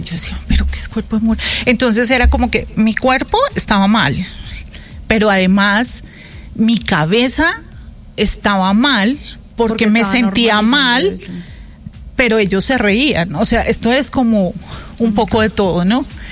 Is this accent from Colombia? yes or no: yes; Cali, Valle del Cauca, Colombia; born or raised there; also born or lived in Armenia